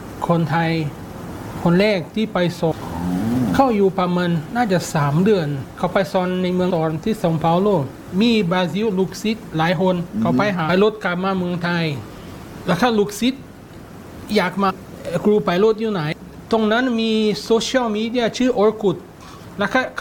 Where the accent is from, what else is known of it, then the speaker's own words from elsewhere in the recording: Japan; now in Thailand; ผมเกิดเป็นคนญี่ปุ่นคนแม่เป็นคนอิตาลี